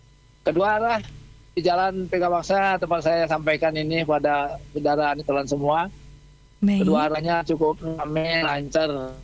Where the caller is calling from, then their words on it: Pare, East Java, Indonesia